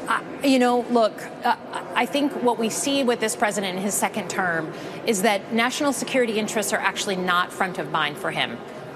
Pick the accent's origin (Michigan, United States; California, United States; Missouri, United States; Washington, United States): Michigan, United States; just using my own state, I'm from Michigan